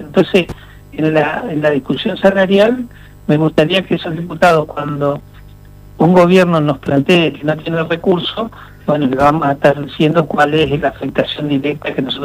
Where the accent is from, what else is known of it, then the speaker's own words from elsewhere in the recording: Neuquén, Argentina; nosotros somos neuquinos.